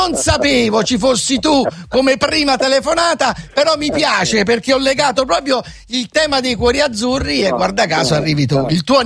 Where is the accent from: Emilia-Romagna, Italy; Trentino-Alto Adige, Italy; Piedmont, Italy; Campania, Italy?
Campania, Italy; Ma poi per ma io poi una cosa che proprio mi lascia senza parole, da napoletano